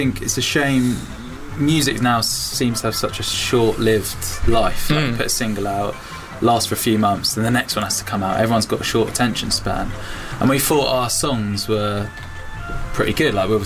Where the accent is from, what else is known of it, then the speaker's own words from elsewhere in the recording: Chichester, South East England, United Kingdom; That's like near where we're from. We're from Chichester.